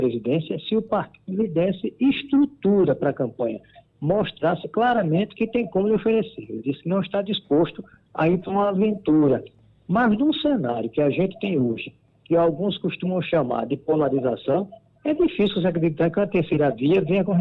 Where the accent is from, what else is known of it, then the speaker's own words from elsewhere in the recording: Vitória de Santo Antão, Pernambuco, Brazil; A minha terra natal, Vitória de Santo Antão, completou 400 anos.